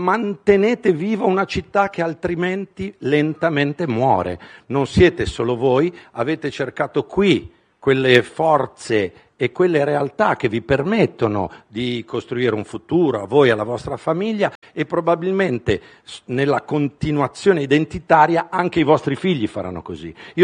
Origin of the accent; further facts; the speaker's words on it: Genoa, Liguria, Italy; moved away; io sono di Genova. Genova è considerata una grande città, erroneamente, è la più provinciale delle città del nord, è un paesone che vive lo spopolamento